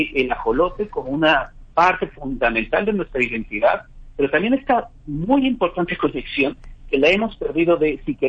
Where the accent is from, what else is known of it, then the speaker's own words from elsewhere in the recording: Mexico; somos como mexicanos